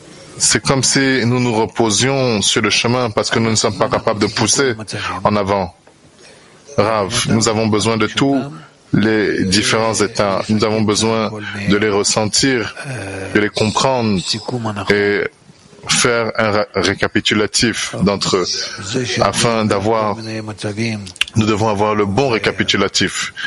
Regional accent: England, United Kingdom; French is a second language; Je suis de l'Angleterre, mais je vais poser la question en hébreu.

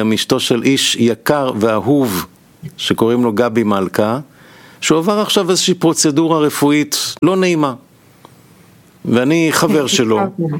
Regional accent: Kiryat Gat, Southern District, Israel; הוא בא ממרוקו וההורים שלי עלו מהונגריה. הוא גר בחיפה ואני גר גדלתי בקריית גת.

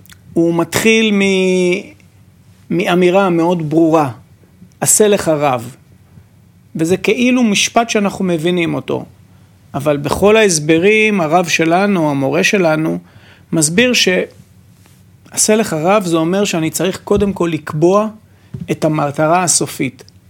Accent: Latvia; אני מלטביה

